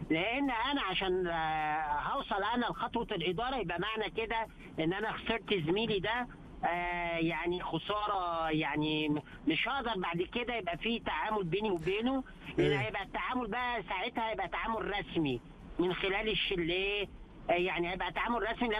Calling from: Jeddah, Makkah Province, Saudi Arabia

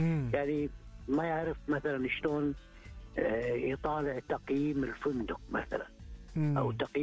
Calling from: Jeddah, Makkah Province, Saudi Arabia

